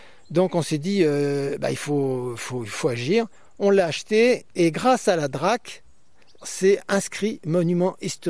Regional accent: Paris, Île-de-France, France; born there; moi je suis né à Paris, parce que mon père travaillait à Paris aux arts décoratifs, etc.

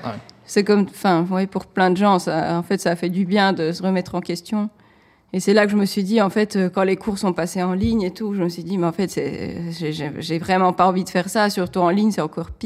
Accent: Liège, Wallonia, Belgium; also born or lived in Reni, Ukraine; c'est la ville, même si je ne suis pas née à Liège, mais c'est la ville où j'ai grandi depuis que j'ai 3 ans. Donc c'est là où j'ai fait mes primaires, mes secondaires et toutes mes études.

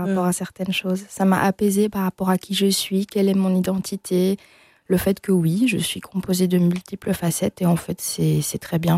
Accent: Belgium; born there; Sachant que j'avais un passeport belge, parce que je suis née en Belgique.

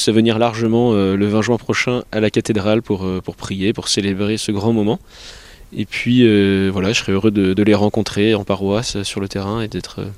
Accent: Épernay, Grand Est, France; Enfin, donc j'ai grandi à Épernay, mais j'ai peu participé à la vie paroissiale et je suis vite parti à l'internat.

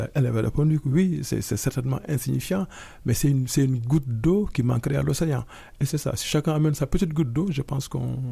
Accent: Senegal; Je ne parle pas en tant que Sénégalais ou en tant que Franco-Sénégalais, je parle juste en tant qu'humain, tout simplement.

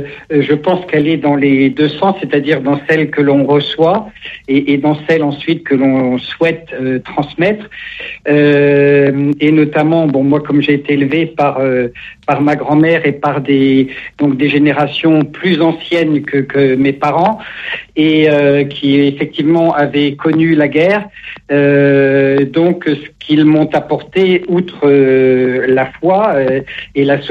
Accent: Grand Est, France; born there; also born or lived in Brittany, France; En fait, je vis entre deux régions, dans la Marne qui est ma région natale et en Bretagne un mois sur deux

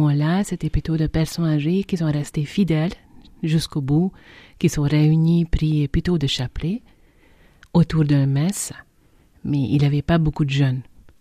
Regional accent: Hungary; accent: very mixed; French is a second language; now in France; je suis la seule catholique dans ma famille. Et mes deux frères, ils sont tous les deux réformés. Et quand j'ai grandi plutôt en Hongrie, dans un régime communiste

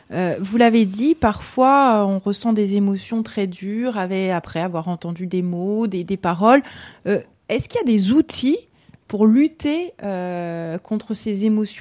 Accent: Corsica, France; chez nous en Corse

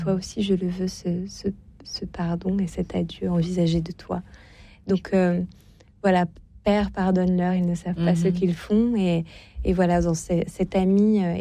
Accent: Auvergne-Rhône-Alpes, France; Alors, ben moi, je viens de Savoie en plus, donc ça nous fait un point commun.

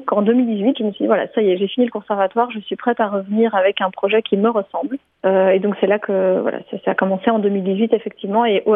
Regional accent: Brussels, Brussels-Capital Region, Belgium; viens d'avoir 32 ans, je suis autrice, compositrice, interprète et je viens de Bruxelles. Voilà, je suis basée à Bruxelles, même si pour l'instant je suis pas mal ailleurs, je joue beaucoup aussi en France.

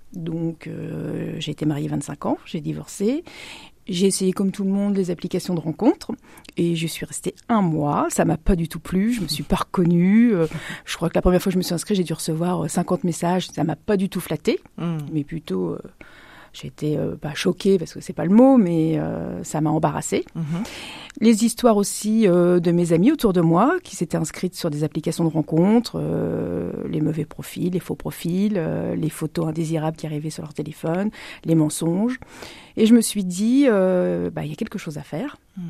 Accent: Rouen, Normandy, France; je suis née à Rouen. J'ai fait toute ma scolarité sur Rouen, j'ai travaillé sur Rouen et aujourd'hui j'ai créé une entreprise sur Rouen.

